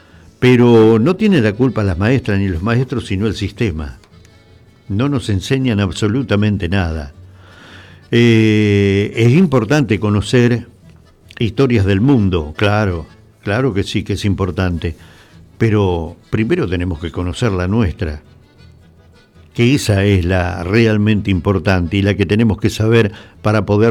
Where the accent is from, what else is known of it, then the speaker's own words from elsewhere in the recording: Argentina; nos identifiquemos como argentinos